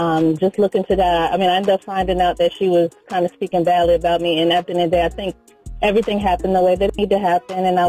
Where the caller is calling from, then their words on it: Richmond, Virginia, United States; from Richmond, Virginia.